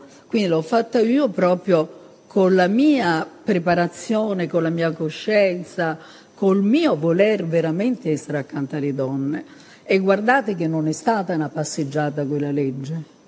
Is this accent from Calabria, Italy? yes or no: yes; Reggio Calabria, Calabria, Italy; born there; nasce da ragazza a Reggio Calabria, anzi a Bocale, un paesino della provincia di Reggio